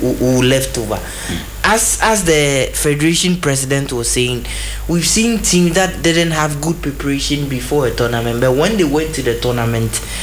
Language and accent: English; Ghana; as a Ghanaian